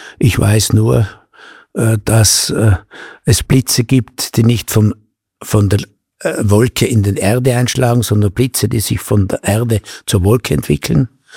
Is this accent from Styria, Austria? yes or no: no; Tyrol, Austria; als Tiroler müsste man sagen